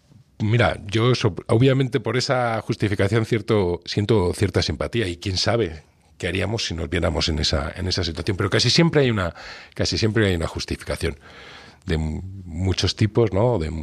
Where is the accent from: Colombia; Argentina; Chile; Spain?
Spain; also born or lived in United Kingdom